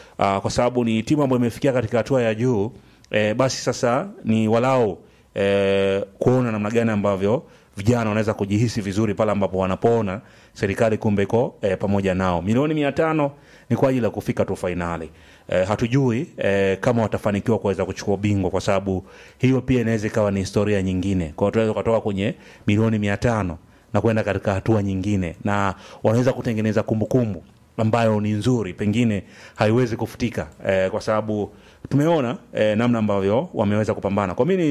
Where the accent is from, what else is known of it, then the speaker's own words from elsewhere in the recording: Tanzania; sisi ni Watanzania tunajijua.